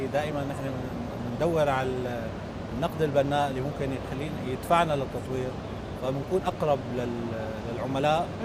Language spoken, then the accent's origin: Arabic; Syria; نحن كشركات سوريه